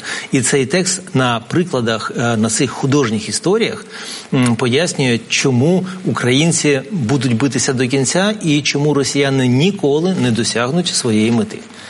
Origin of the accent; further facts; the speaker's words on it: Sumy, Sumy Oblast, Ukraine; Я сам із Сум